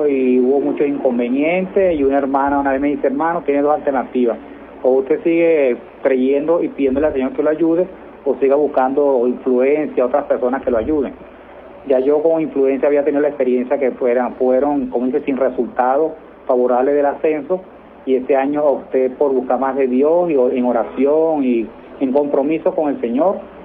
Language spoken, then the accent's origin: Spanish; Venezuela; born there; also born or lived in Caracas / southern Venezuela; Yo nací aquí en Caracas, viví al sur de Venezuela.